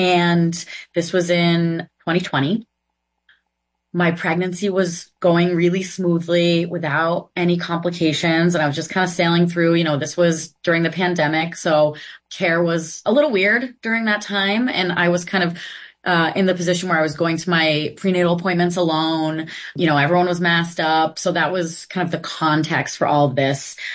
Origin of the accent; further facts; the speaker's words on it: Massachusetts, United States; And I'm in Boston. And I think, travel where? Where am I going to go? You know, I grew up in Massachusetts. I worked for a while in New York State.